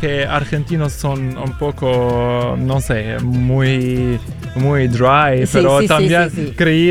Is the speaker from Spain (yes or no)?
no; Italy; accent: Italian; Spanish is a second language; moved away; Porque el acento italiano es muy difícil para quitarlo, pero tengo, mis abuelos son argentinos.